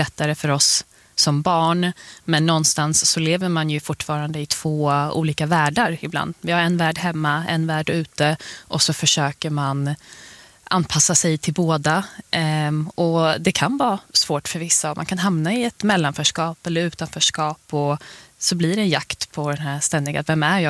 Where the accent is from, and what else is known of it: Botkyrka, Stockholm County, Sweden